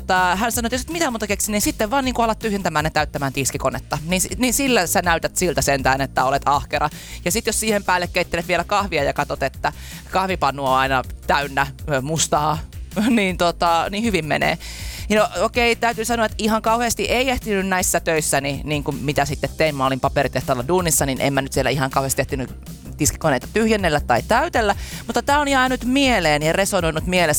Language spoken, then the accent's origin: Finnish; Ostrobothnia, Finland; moved away; mä oon siis Pohjanmaalta kotoisin